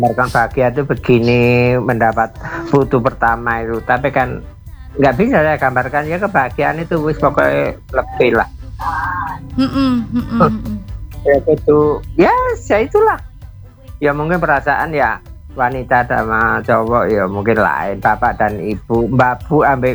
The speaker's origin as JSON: {"language": "Indonesian", "region": "Java", "country": "Indonesia", "said": "Bagi pagi biasanya memang Momong Putu tradisi kita orang Jawa ya."}